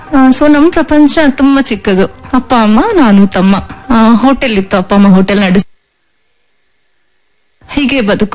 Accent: Bengaluru, Karnataka, India; ನಾನ್ ಹುಟ್ಟಿ ಬೆಳೆದಿದ್ದು ಮೂಲತಃ ಬೆಂಗಳೂರು. ನಮ್ ಸ್ವಂತ ಊರು ಬಂದು ಶಿರಾ ತಾಲೂಕಿನ ದ್ವಾರಾಳು ಅನ್ನೋ ಒಂದು ಗ್ರಾಮ.

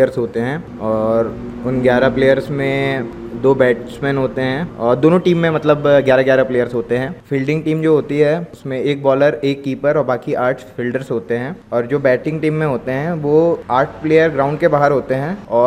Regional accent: Ambikapur, Chhattisgarh, India; moved away as an adult; now in Delhi, India; मैं अंबिकापुर से हूं

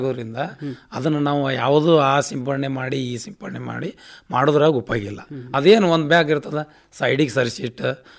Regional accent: Vijayapura, Karnataka, India

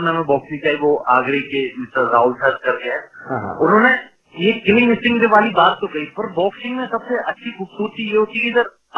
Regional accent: Agra, Uttar Pradesh, India; also born or lived in Etawah; Basically father police में थे, तो आगरा ऐसे यहाँ पर पापा की पोस्टिंग थी। हम बेसिकली इटावा के रहने वाले हैं, तो फिर यही हमारी सारी स्कूलिंग हुई है

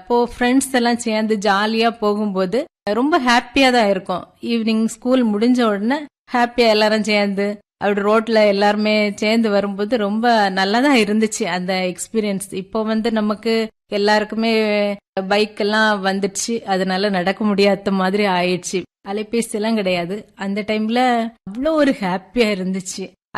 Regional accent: Kattuvilai, Tamil Nadu, India; நான் பிறந்த ஊர் காட்டுவிளை, வெள்ளிச்சந்தை அருகே இருக்கக்கூடிய காட்டுவிளை.

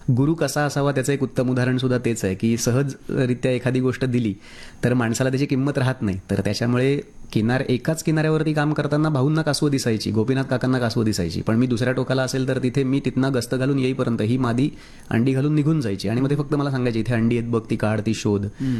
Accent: Mumbai, Maharashtra, India; born there; now in Velas, India; आणि मी जन्मलोय मुंबईमध्ये, वेळास माझं गाव आहे, मी मुंबई सोडून 2000 साली वेळासला स्थायिक झालो.

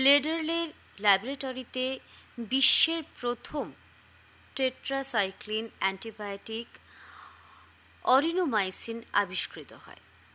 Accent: India; born there; এমন এক দেশে আমরা জন্মেছি যেখানে ভারত মাতার এই মহান পুত্ররা জন্মগ্রহণ করেছিলেন।

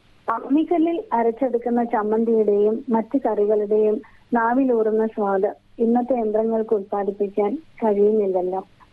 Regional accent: Thiruvananthapuram, Kerala, India; എന്റെ വീട് തിരുവനന്തപുരത്ത് ശ്രീവരാഹത്താണ്.

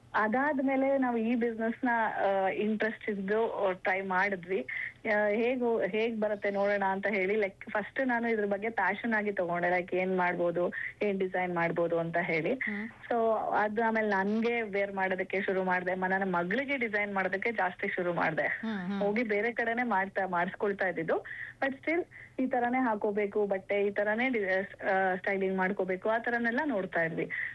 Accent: Mysore, Karnataka, India; moved away as an adult; now in Bangalore, India; ಮೂಲತಃ ಮೈಸೂರಿನವಳು, ಬೆಂಗಳೂರಲ್ಲಿ ಮದುವೆ ಆದ್ಮೇಲೆ ಬಂದು ಸೆಟ್ಲ್ ಆಗಿರೋದು.

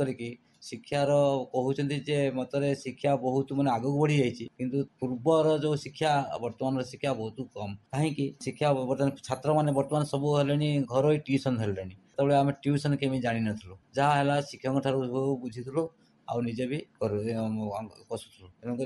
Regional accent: Mausuda, Odisha, India; ମୋର ଜନ୍ମ ମଉସୁଦା ଗ୍ରାମରେ, ଭଦ୍ରକ ଡିଷ୍ଟ୍ରିକ୍ଟର ଚାନ୍ଦବାଲି ବ୍ଲକରେ। କିନ୍ତୁ ମୋର ପାଠପଢ଼ା ଆରମ୍ଭ ଗ୍ରାମ ସ୍କୁଲରେ

